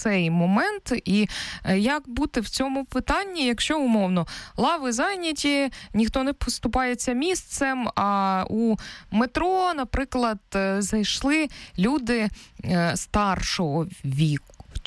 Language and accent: Ukrainian; Kharkiv, Kharkiv Oblast, Ukraine; now in Kyiv, Ukraine; Я як Харків'янка, коли переїхала до Києва, звісно, помітила цю різницю, тому що у Харкові більше місць, де ти можеш сісти.